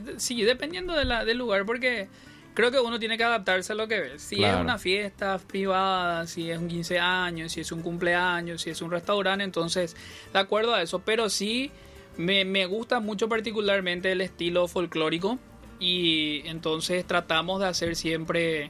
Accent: Paraguay; llevamos nuestra música paraguaya, nuestro baile paraguayo.

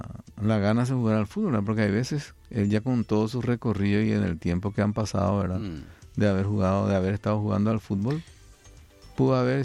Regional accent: Paraguay; porque somos paraguayos

